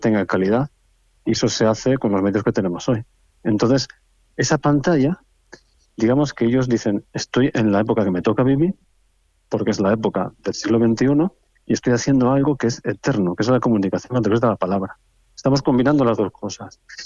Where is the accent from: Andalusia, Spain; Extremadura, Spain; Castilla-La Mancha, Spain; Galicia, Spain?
Galicia, Spain; preciosísima la ciudad. Nosotros venimos de Galicia, imagínate.